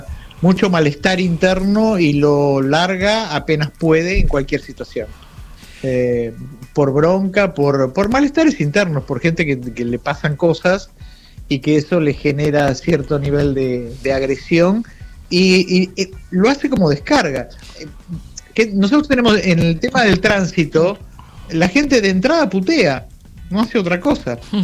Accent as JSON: {"language": "Spanish", "region": "Buenos Aires", "country": "Argentina"}